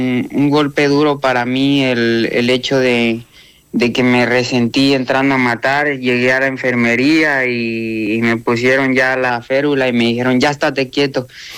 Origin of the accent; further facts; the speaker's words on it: Mexico; como mexicano pueda sentirme orgulloso de eso.